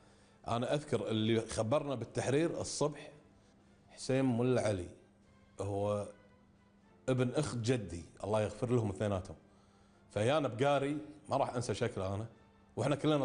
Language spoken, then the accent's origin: Arabic; Kuwait